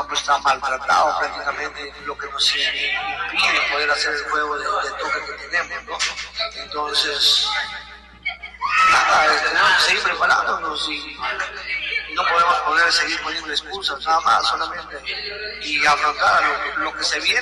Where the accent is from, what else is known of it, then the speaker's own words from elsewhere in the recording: La Rioja, Argentina; No es que seamos mezquinos como riojanos en el área del campo de la provincia